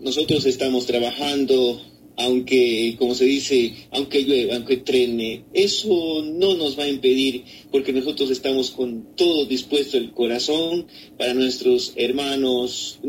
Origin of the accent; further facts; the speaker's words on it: Oña, Azuay, Ecuador; somos ecuatorianos y vemos ese granito de arena, hoy lo necesitan, y nuestro Cantón de Oña el día de hoy se ha solidarizado